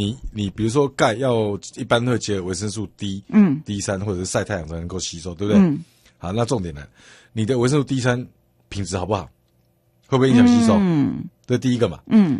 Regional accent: Taiwan; 那台湾统计下来，我们台湾人啊，就是整个去统计出来吃钙片

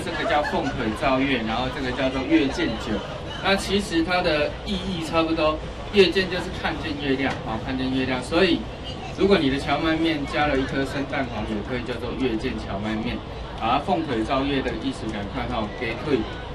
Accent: Tainan, Taiwan; 红鲟米糕啊，在我们台南这边也算是很有名的哈

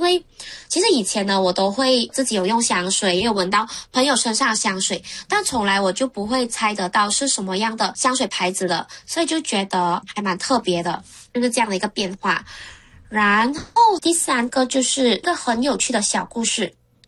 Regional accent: Malaysia; now in Singapore; 因为呢，我本身是马来西亚人啦，但是呢，我是在新加坡上班

